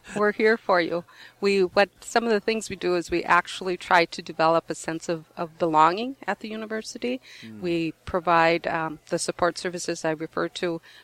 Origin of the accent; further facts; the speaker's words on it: Turtle Mountain Reservation, North Dakota, United States; when I was growing up on the Turtle Mountain Reservation